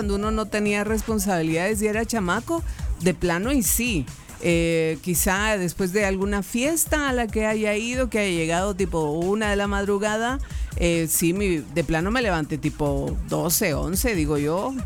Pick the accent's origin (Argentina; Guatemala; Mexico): Guatemala; Alta Verapaz; born there; la fiesta del pueblo, que antes era una cosa impresionante, mi pueblito natal. E incluso veníamos a las de Cobán muy bonitas.